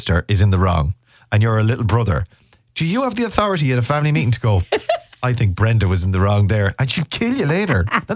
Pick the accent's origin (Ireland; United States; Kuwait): Ireland; I am Irish.